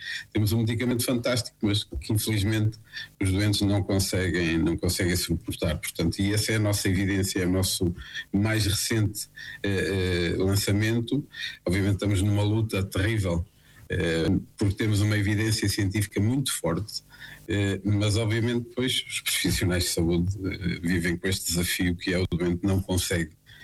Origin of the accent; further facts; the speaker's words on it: Portugal; eu como português